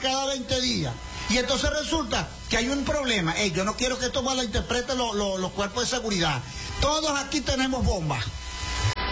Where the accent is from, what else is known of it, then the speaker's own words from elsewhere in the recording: Venezuela; Yo le agradezco mucho la solidaridad, porque así somos los venezolanos, somos solidarios.